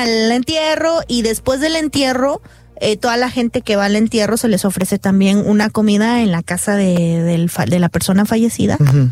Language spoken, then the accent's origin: Spanish; Oaxaca, Mexico; born there; moved away